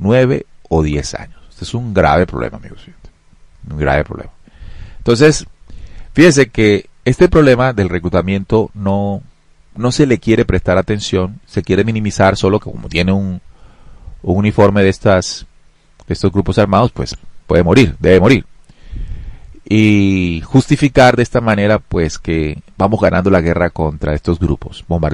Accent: Colombia; nosotros como colombianos

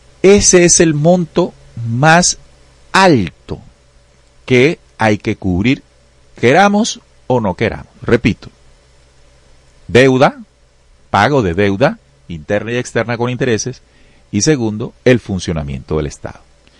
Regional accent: Colombia; hay unas cifras que tenemos que entender como colombianos

